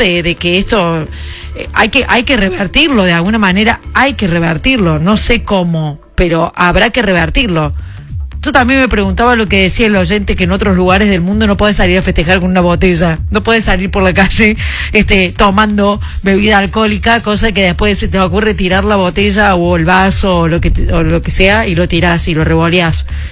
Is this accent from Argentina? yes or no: yes; Argentina; No solamente a nosotros como argentinos, sino al mundo.